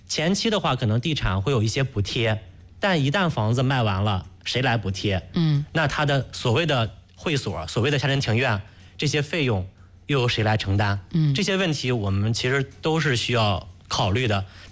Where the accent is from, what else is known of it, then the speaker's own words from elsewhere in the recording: northern China, China; 我们作为北方人其实从骨子里边我们是100%喜欢阳台的